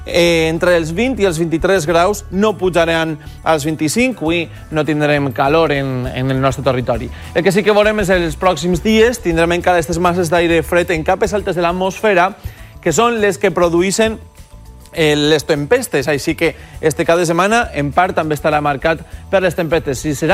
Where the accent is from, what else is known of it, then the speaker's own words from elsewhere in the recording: Casas Bajas, Valencian Community, Spain; al meu poble, Cases Bajas, al Racó de Mus